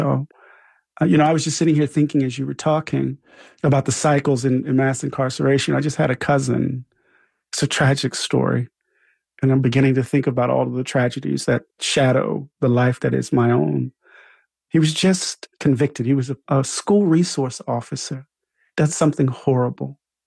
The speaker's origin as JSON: {"language": "English", "town": "Pascagoula", "region": "Mississippi", "country": "United States", "tie": "born or raised there"}